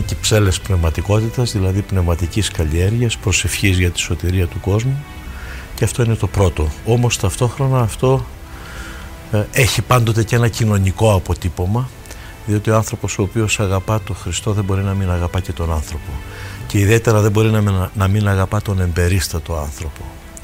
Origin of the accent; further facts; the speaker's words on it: Greece; εμείς οι Έλληνες να αξιοποιήσουμε το μεγάλο δώρο που έχουμε, να είμαστε Έλληνες και Ορθόδοξοι Χριστιανοί.